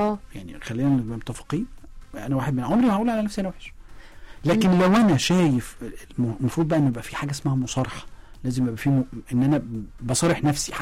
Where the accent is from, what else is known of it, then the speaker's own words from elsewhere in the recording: Egypt; احنا كمصريين نحب قوي الحكاوي